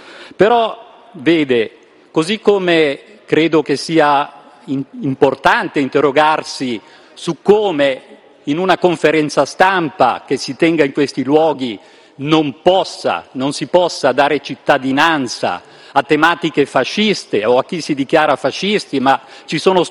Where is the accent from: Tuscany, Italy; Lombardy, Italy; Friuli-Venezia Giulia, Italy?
Lombardy, Italy; Morbegno; Vengo da Morbegno, città di Ezio Vanoni